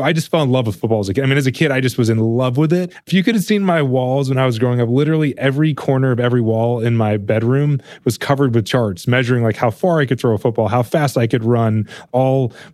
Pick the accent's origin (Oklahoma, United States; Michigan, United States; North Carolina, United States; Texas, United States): North Carolina, United States; Raleigh; You know, so I grew up in Raleigh, North Carolina, where college sports are really big, and NC State had a football team, and I grew up sort of like loving their team.